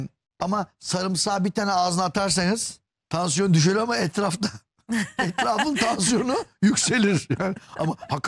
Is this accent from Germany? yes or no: no; İzmir, Turkey; Evet İzmirliyim.